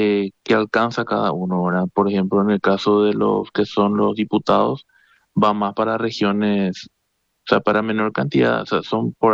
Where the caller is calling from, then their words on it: Limpio, Central, Paraguay; yo soy de Limpio